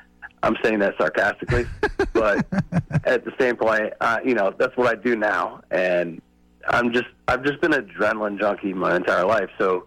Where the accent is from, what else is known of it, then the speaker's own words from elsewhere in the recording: Maine, United States; I'm just from Maine. I'm here. I'm a singer.